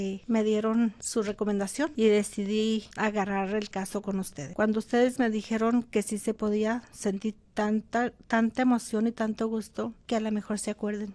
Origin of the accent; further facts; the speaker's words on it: Namiquipa, Chihuahua, Mexico; Soy del estado de Chihuahua, pero nací en el municipio de Santa Clara, Namiquepa.